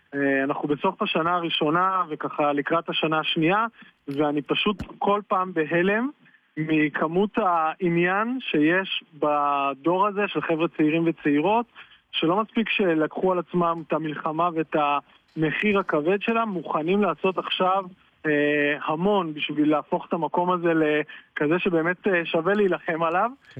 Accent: Haifa, Haifa District, Israel; אני מחיפה.

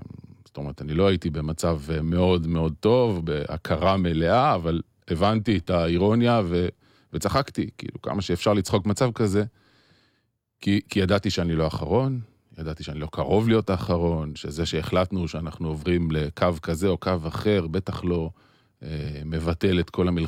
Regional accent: Haifa, Haifa District, Israel; also born or lived in Nesher; גדלתי בשנים הראשונות לחיי בנשר. עברנו לחיפה, ואני עד היום בחיפה.

